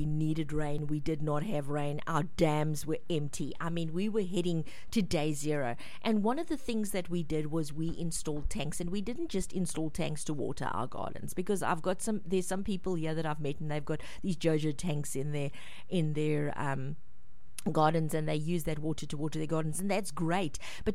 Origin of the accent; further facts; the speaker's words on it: Port Elizabeth, Eastern Cape, South Africa; moved away; I come from Port Elizabeth.